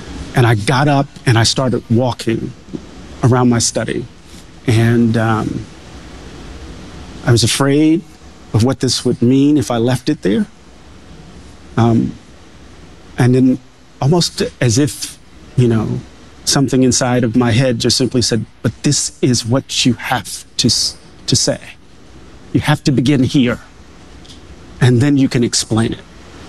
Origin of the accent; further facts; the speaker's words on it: Mississippi, United States; Maybe it's because I'm from Mississippi.